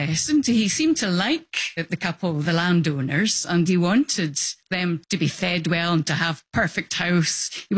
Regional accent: Edinburgh, Scotland, United Kingdom; I'm from Edinburgh.

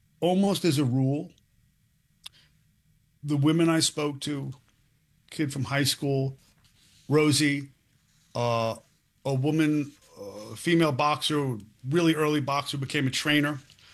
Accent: New York, United States; born there; I was born in New York. I know the history of New York fighters.

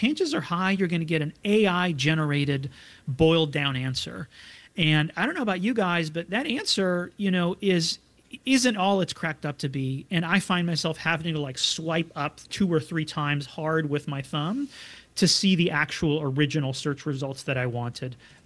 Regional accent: Binghamton, New York, United States; You know, Josh Riley, up in my hometown of Binghamton, New York

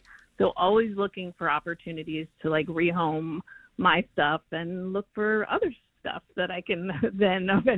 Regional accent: New Jersey, United States; Yeah, I grew up in New Jersey, and like as a 7-year-old or something like

